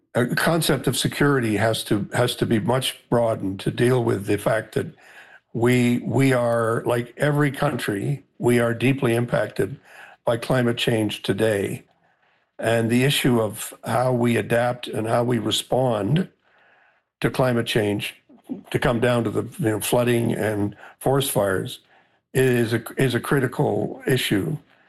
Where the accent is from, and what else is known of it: Canada